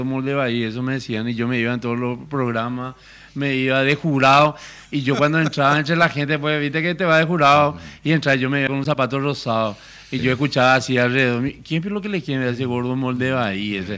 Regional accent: Paraguay; soy un paraguayo fiel, 35 años casado, con la misma esposa

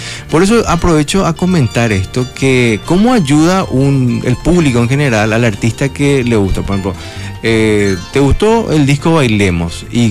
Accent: Paraguay; nosotros como artistas paraguayos

